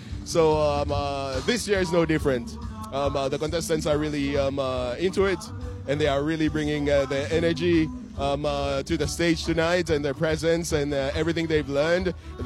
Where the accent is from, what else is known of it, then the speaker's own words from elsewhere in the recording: United Kingdom; now in Switzerland; Well, I'm from different countries, but I must say I'm from Switzerland, but I'm originally from the UK.